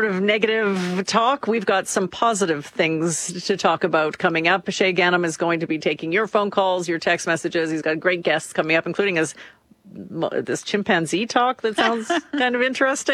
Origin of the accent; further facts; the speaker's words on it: Saskatchewan, Canada; born there; I was born in Saskatchewan. I spent almost all of my life here. So that means I'm not Albertan